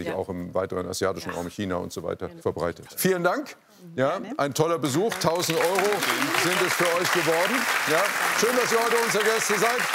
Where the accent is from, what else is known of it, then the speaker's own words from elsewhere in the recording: Leipzig, Saxony, Germany; denn er kommt aus meiner Heimatstadt Leipzig.